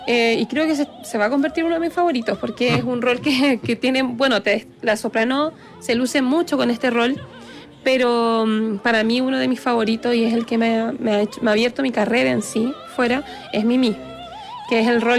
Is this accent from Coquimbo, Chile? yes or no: yes; Guayacán, Coquimbo, Chile; yo soy de Guayacán, de Tierras Blancas, en la región de Coquimbo, y estoy cantando este arte